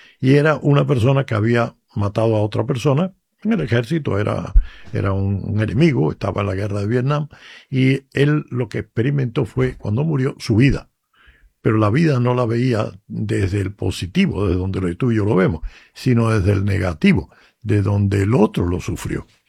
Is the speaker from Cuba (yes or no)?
yes; Cuba; moved away; yo estaba pensando en mi tierra, en Cuba.